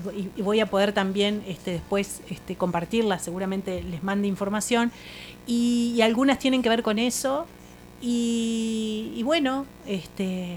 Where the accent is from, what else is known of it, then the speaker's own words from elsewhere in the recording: Tacuarembó, Uruguay; born there; moved away; Yo soy de Tacuarembó, nací en Tacuarembó.